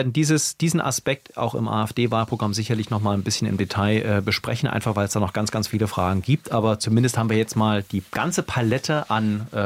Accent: Oranienburg, Brandenburg, Germany; born there; moved away as an adult; now in Berlin, Germany; ich bin gebürtiger Oranienburger, ich bin zum Studium, seit dem Studium bin ich in Berlin, war dann zwischenzeitlich mal weg.

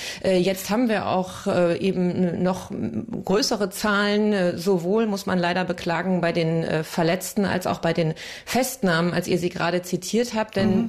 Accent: Germany; now in France; als Deutsche hier

